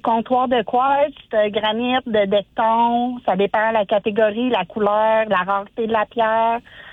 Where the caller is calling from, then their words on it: Gatineau, Quebec, Canada; Là, je suis à Gatineau.